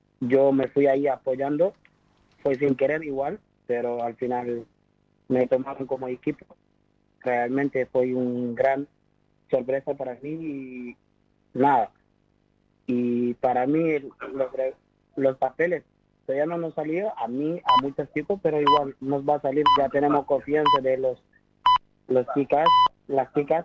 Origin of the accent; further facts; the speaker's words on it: Senegal; accent: Argentine; Spanish is a second language; moved away; also born or lived in Buenos Aires; yo vivo, soy senegalés, pero vivía en Buenos Aires, por eso hablo un poco español.